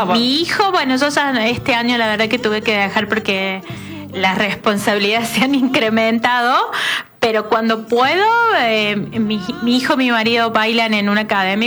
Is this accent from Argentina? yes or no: yes; Córdoba, Argentina